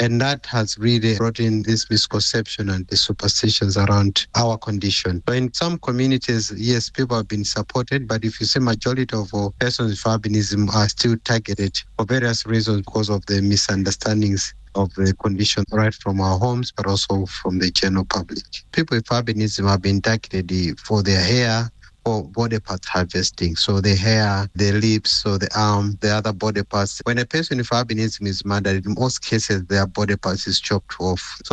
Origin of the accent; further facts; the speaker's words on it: Malawi; It's something that we have lived and we have grown with as we're growing up in Malawi.